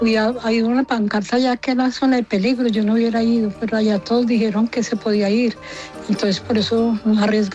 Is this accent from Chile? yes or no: no; Colombia; now in New York, United States; Yo llegué en el 2000 de Colombia, soy colombiana.